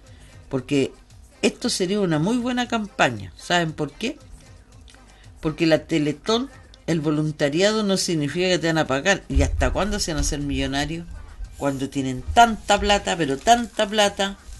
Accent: Chile

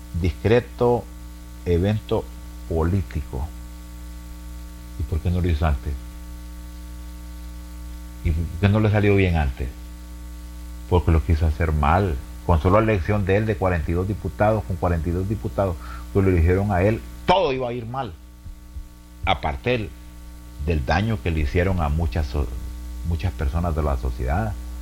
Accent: Honduras; Ahora le voy a decir lo que digo yo como hondureño.

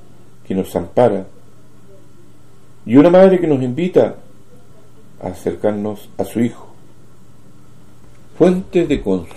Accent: Chile

